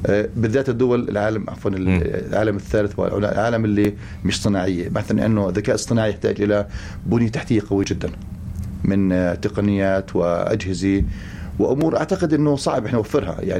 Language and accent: Arabic; Palestine; عندنا في فلسطين